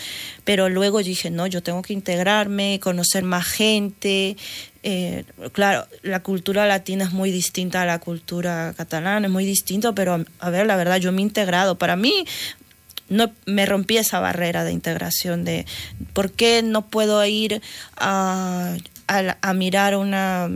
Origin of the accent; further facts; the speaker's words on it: Peru; now in Spain; No soy catalana. No soy catalana, soy peruana, porque pasa que, a ver, yo creo que tengo...